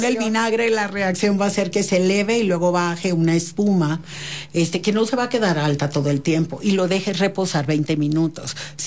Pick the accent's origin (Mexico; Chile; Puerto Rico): Mexico; Tabasco; born or raised there